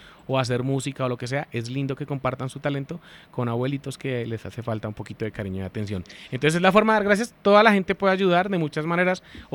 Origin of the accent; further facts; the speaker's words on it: Bogotá, Colombia; Mi papá toca acordeón de manera empírica, él es de Bogotá también, y mis abuelos de Bogotá somos muy rolos